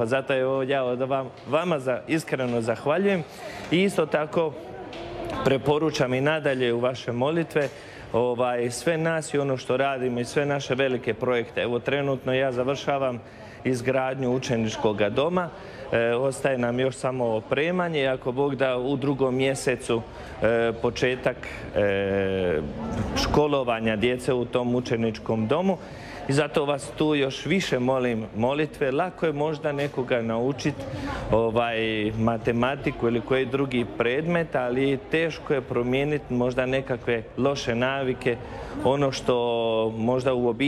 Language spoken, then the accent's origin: Croatian; Zavidovići, Federation of Bosnia and Herzegovina, Bosnia & Herzegovina; also born or lived in Bolivia; Franjevac Kapucin i rodom sam iz Župe Zavidović, svećenik već 17 godina. A u tih 17 godina, 10,5 godina misionar u Boliviji, sada sam došao u radni posjet Hrvatskoj i Bosni i Hercegovini.